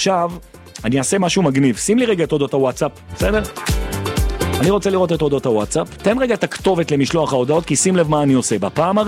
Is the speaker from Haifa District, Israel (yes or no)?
no; Jerusalem, Jerusalem District, Israel; תודה רבה שנתת לי לחיות בירושלים. תודה רבה שנולדתי שם ואני מתחנן אליך. אם אני מת, תקבור אותי בירושלים.